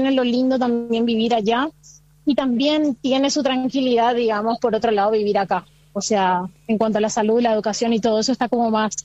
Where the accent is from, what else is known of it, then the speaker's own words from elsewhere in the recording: Paraguay; now in France; yo estoy muy sola acá, o sea, soy la única paraguaya en esta ciudad